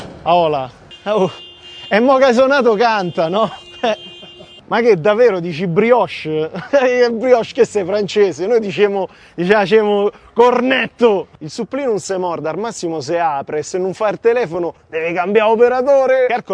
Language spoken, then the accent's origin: Italian; Rome, Lazio, Italy; Roma devi frequentare la zona tua, il rione tuo, cioè io sono del Tufello per esempio.